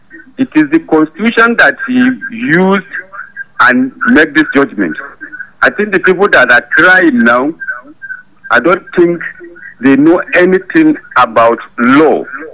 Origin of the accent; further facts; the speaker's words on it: Jos, Plateau, Nigeria; We were born in Jos and we grew up in Jos. We cannot trace our ancestral home more than Jos. Jos is our home and we are proud to be Josite.